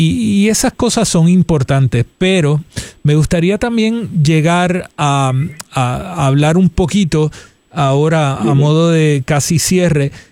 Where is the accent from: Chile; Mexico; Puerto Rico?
Puerto Rico